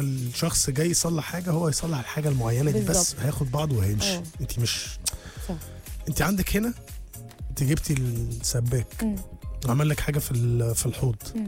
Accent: Egypt; عندنا في مصر

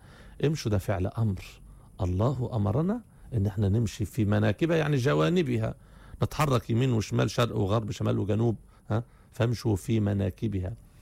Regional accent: Egypt; خرجنا من القرية للمركز عندنا، وخرجنا من المركز للمحافظة، وخرجنا من المحافظة لأرجاء مصر

